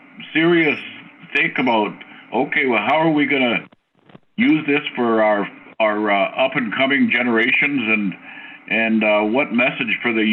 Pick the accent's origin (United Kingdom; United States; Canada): Canada; Whitehorse, Yukon; a beneficiary and member of the Kwanlin Dun First Nation. I was born and raised in Whitehorse.